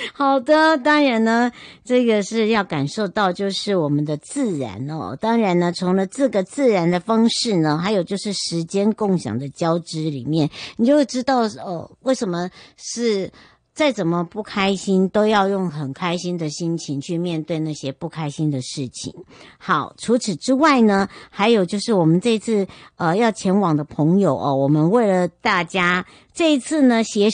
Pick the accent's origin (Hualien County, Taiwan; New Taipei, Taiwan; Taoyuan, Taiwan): Hualien County, Taiwan; Huadong Rift Valley; moved away; 回到我的故乡花东纵谷花莲，我会在罗山等大家